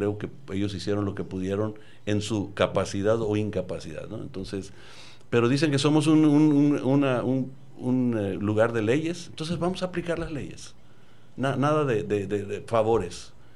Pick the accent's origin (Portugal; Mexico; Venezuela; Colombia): Mexico